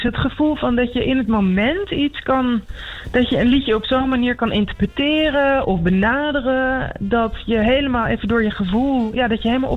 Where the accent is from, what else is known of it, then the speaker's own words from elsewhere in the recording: Amsterdam, North Holland, Netherlands; volgende week in de Melkweg in Amsterdam. Dat is ook mijn thuisstad.